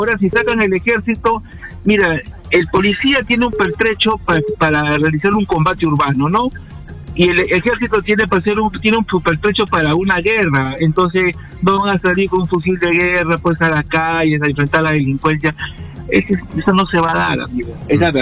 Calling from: Lima, Peru; Llamo de acá del Cono Norte

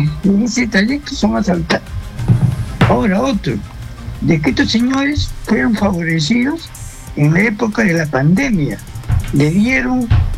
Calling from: Lima, Peru; yo vivo en San Martín de Torres, pero a veces viajo para la parte de Ancópez

